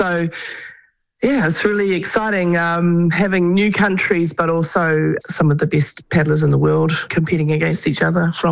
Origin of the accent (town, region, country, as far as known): New Zealand